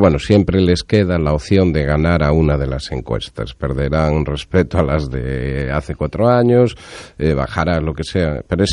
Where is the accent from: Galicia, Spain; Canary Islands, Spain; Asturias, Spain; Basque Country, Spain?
Galicia, Spain; no, para la más importante somos los gallegos